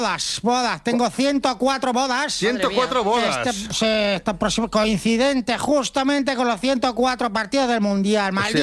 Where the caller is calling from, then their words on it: Móstoles, Community of Madrid, Spain; Demóstoles.